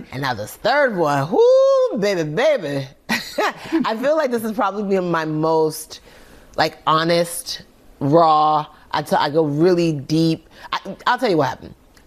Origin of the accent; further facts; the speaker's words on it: Nigeria; And I was like, how do I do that? I'm Nigerian.